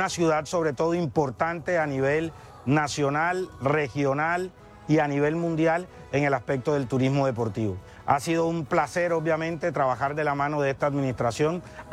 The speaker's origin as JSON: {"language": "Spanish", "town": "Cartagena", "region": "Bolívar", "country": "Colombia", "moved": "yes", "said": "regresar a mi tierra, de regresar a Cartagena"}